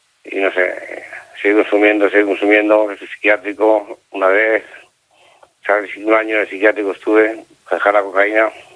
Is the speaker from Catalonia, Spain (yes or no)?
yes; Lleida, Catalonia, Spain; moved away; yo soy de Lleida